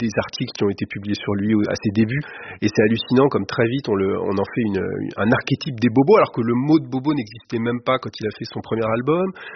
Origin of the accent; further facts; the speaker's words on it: Lisieux, Normandy, France; Moi, je venais de Lisieux, lui.